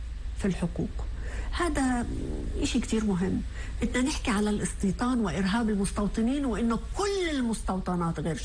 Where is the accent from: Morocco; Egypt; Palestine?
Palestine; حقوقي كفلسطيني